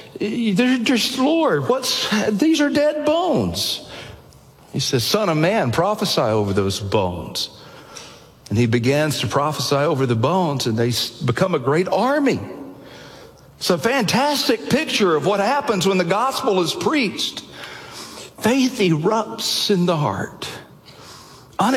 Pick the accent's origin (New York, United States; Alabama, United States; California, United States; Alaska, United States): Alabama, United States; I was growing up in Alabama.